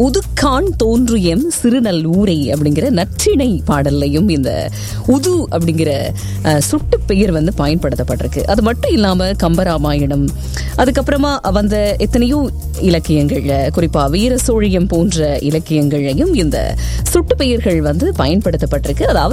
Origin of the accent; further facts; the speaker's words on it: Sri Lanka; இது நம்ம இலங்கையில தான் இது இன்னும் இந்த சுட்டு பெயர்கள்ல இது இந்த சில இது உது, உவன், உவை இதெல்லாம் வந்து வழக்கத்துல இருக்கு.